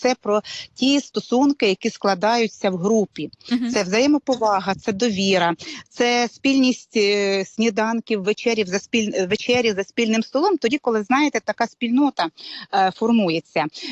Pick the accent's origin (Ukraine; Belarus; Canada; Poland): Ukraine; Poltava, Poltava Oblast; я з Полтави